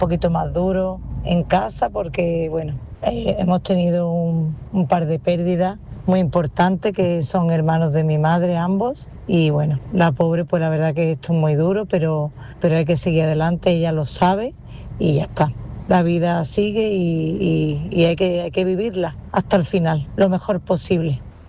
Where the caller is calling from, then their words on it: Málaga, Andalusia, Spain; de Málaga.